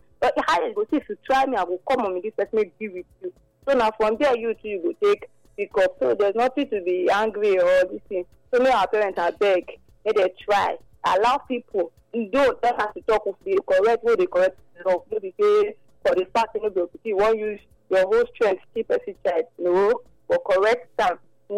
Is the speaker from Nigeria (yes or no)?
yes; Nigeria; Yes, this one … from Nigeria.